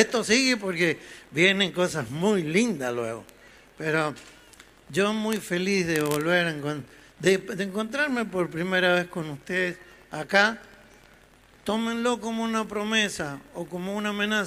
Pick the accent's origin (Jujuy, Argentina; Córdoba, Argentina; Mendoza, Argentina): Mendoza, Argentina; Sí, como buen mendocino, los vamos a comer unos mondiolos, unos chorizos con cebená.